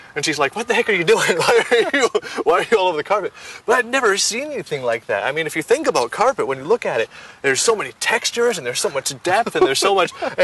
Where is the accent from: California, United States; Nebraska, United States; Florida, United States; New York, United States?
California, United States; North Edwards; born there; also born or lived in Salt Lake City, Utah; And I just started going to school out there, really, really rural place, not very much room. We moved from California City to North Edwards, and was going to school in North Edwards.